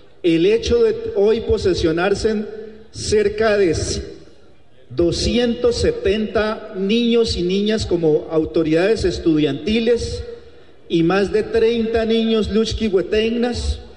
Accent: La Esmeralda, Colombia; Yo soy oriundo de La Esmeralda

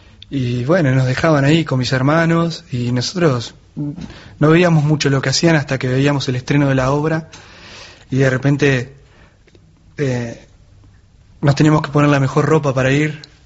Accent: Luis Beltrán, Río Negro, Argentina; also born or lived in Viedma; Yo nací en Viedma y me fui hice toda la primaria en un pueblo que adoro que se llama Luis Beltrán, que queda creo que 14 kilómetros de Chuele o 8

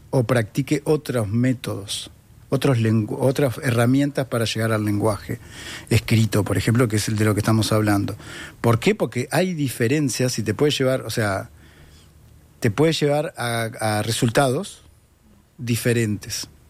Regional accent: Montevideo, Uruguay; soy absolutamente montevideano

